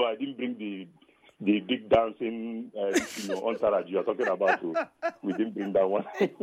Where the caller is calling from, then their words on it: Umudara, Nigeria; I'm calling from Umudara.